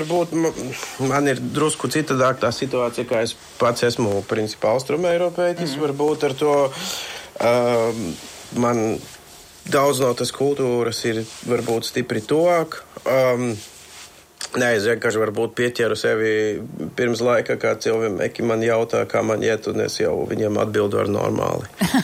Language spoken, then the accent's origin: Latvian; Bulgaria; es, kā es teicu, esmu pārsvara bērnību pavadījis Bulgārijā